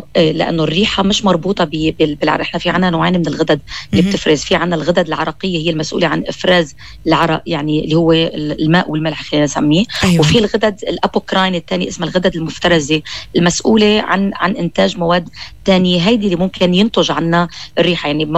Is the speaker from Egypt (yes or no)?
no; Lebanon; عندنا بلبنان